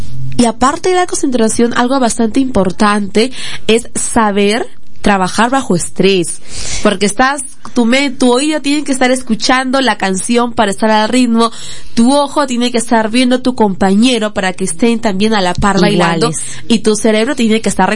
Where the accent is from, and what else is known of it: Tacna, Peru